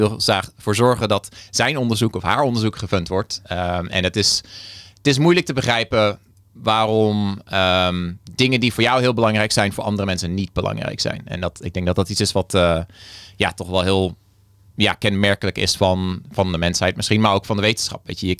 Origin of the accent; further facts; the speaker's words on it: northern Netherlands, Netherlands; hier in het waar ik vandaan kom in het Hoge Noorden